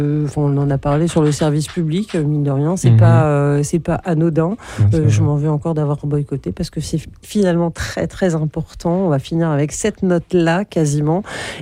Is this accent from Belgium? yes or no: no; Paris, Île-de-France, France; Parce que moi, je venais de Paris, donc c'était habituel.